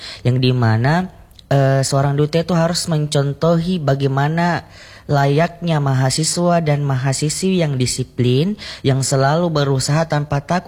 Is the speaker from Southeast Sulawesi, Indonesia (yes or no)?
yes; Southeast Sulawesi, Indonesia; moved away; sekolah saya di Sulawesi Tenggara